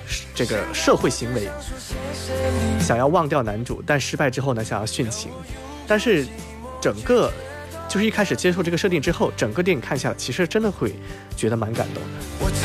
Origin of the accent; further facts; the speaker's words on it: China; 我们中国人